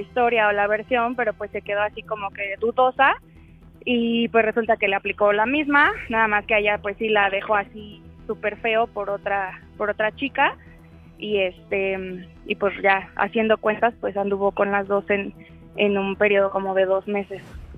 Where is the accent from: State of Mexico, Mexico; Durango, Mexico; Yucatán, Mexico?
State of Mexico, Mexico; 35 del Estado de México.